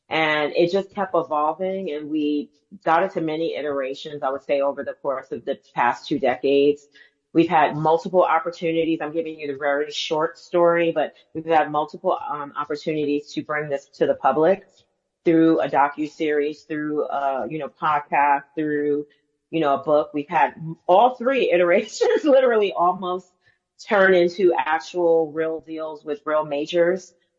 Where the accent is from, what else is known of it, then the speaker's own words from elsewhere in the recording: New York City, New York, United States; I grew up in Harlem